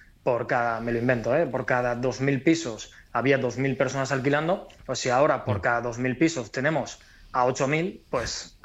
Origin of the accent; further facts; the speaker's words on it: Altea, Valencian Community, Spain; yo llegué, bueno, de un pueblito de Alicante, de Altea, me fui a estudiar a Valencia